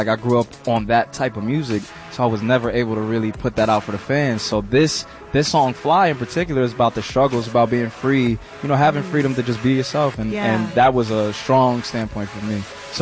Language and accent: English; New Jersey, United States; I'm from New Jersey.